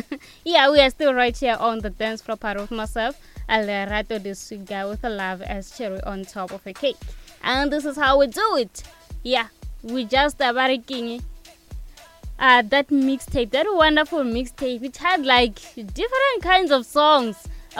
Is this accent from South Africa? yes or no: yes; South Africa